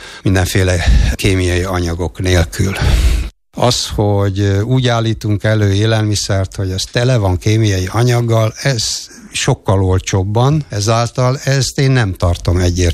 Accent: Hungary; 60 éve vidéken nőttem fel egy paraszt családban

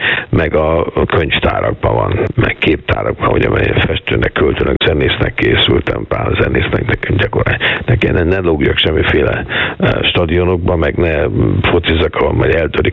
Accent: Budapest, Hungary; tudod, én pesti srác vagyok

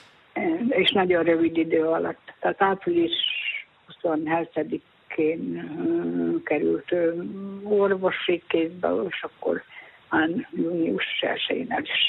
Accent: Paszab, Szabolcs-Szatmár-Bereg, Hungary; born there; moved away as an adult; now in Ibrány, Hungary; hát végül is képzelje már el, hogy én Paszabon születtem, ahol a híres világhírű paszabi szőtteseket szövik.

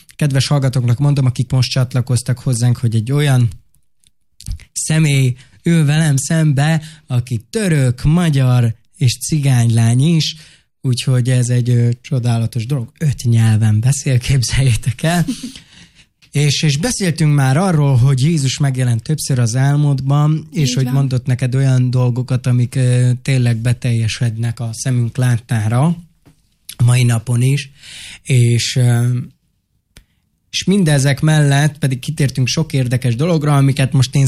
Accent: Hungary; magyarországi roma vagyok

